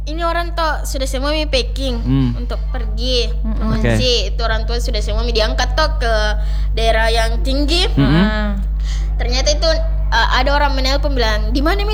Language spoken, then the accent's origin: Indonesian; Jeneponto, South Sulawesi, Indonesia